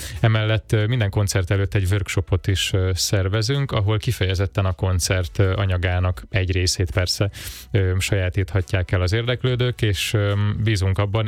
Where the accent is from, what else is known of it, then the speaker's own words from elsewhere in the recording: Zala, Hungary; mert hogy Novan Lentitől 10 kilométerre töltöttem a gyerekkorom, Lentibe jártam általános iskolába